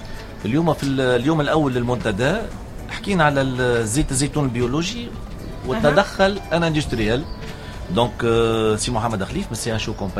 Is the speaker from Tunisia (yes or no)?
yes; Tunisia; عندنا في تونس